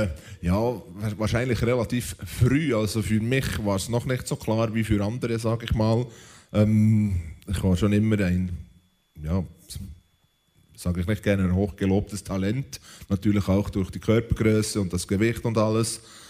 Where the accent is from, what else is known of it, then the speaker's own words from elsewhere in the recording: Bern, Switzerland; Bei uns in der Schweiz, also im Seeland, wo ich herkomme, in keinem Schuhgeschäft Fußballschuhe in Größe 49.